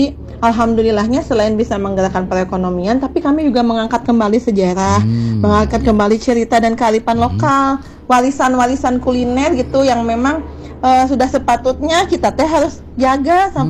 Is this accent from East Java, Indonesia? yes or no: no; Garut, West Java, Indonesia; Jadi identitas lah istilah nama identitas untuk kita sebagai warga Garut khususna, panginten warga Jabar umumna.